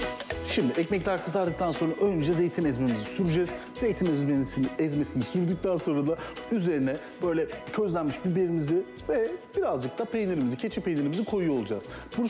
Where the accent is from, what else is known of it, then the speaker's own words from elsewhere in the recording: Adana, Turkey; Biz Adanalıyız biliyorsunuz. Orada böyle Toroslar'da mis gibi dağ kekiği kokar.